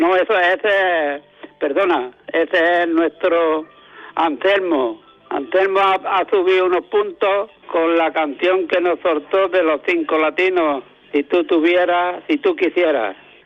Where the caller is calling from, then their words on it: Almuñécar, Andalusia, Spain; de Almuñécar, de la Peña El Aguacate, el gerente.